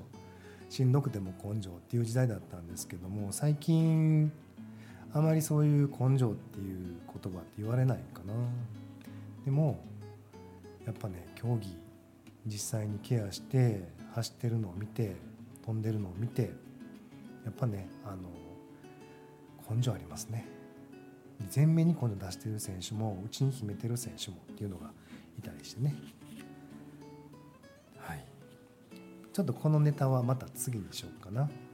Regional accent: Kobe, Hyogo, Japan; born there; 生まれは神戸市です。神戸市灘区六甲道の商店街で生まれたようです。

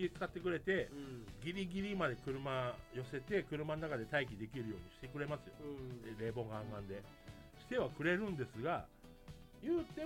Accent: Kansai, Japan; accent: Kansai dialect; たまにそれこそ関西弁が出ちゃって

